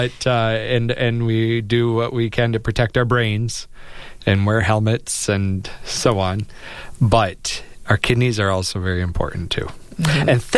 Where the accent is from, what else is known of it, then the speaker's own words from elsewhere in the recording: South Dakota, United States; I've been in Brookings over 13 years now. I'm born and raised in South Dakota